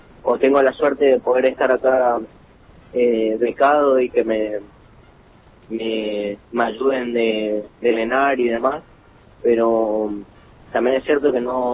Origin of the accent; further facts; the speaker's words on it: Pirané, Formosa, Argentina; moved away as an adult; now in Buenos Aires, Argentina; representar a mi pueblo más que nada porque soy de ahí, me crié ahí y mi gente está ahí, mi familia ahí